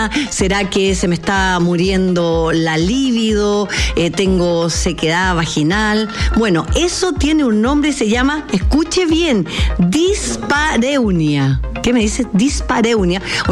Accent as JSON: {"language": "Spanish", "country": "Chile", "said": "Yo vengo del desierto de Atacama, y ahí están todas nuestras mujeres ahí con esos mensajes importantes, conectando con la inmensidad del desierto."}